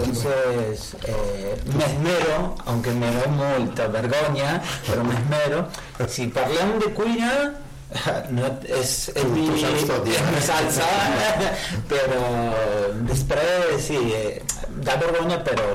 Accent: Argentina; Catalan is a second language; now in Catalonia, Spain; jo soy argentí

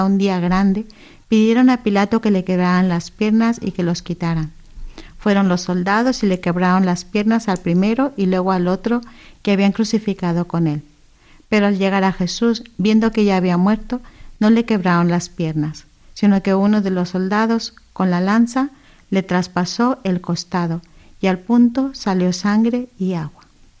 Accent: Mexico; Estuve en México destinada también, en mi tierra.

